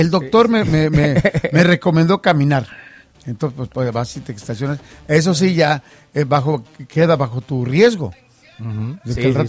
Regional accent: Mexico; Nosotros los mexicanos sí somos bien alegres.

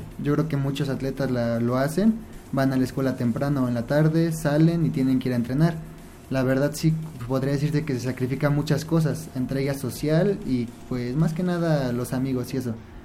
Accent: Apizaco, Tlaxcala, Mexico; now in Yauhquemehcan, Mexico; soy de aquí de Apizaco, Tlaxcala. Bueno, actualmente radico en Yoquemecan, pero soy originario de Apizaco.

